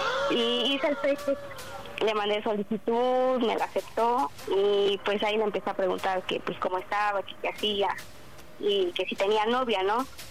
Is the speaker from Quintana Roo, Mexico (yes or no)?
no; Mexico City, Mexico; Tengo 24 y soy de la Ciudad de México.